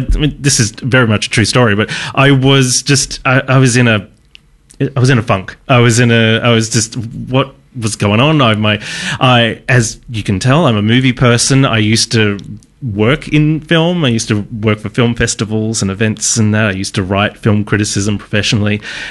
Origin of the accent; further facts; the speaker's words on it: Geelong, Victoria, Australia; now in Melbourne, Australia; I was I grew up in Geelong, but I was sort of newish to Melbourne